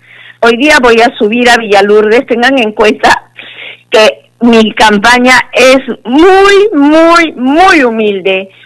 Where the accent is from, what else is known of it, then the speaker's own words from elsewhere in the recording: Mollendo, Arequipa, Peru; Como mujer mollendina y mujer del Puerto Bravo